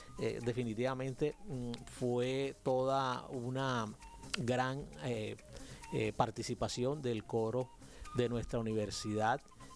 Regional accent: Córdoba, Colombia; lo que somos como cordobeses

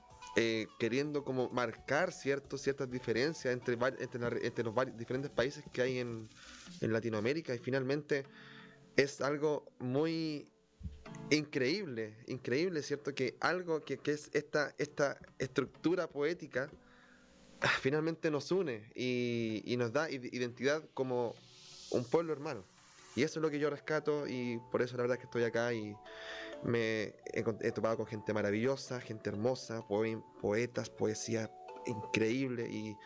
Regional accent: Chile; a mí como chileno yo me identifico con la décima y como latinoamericano también.

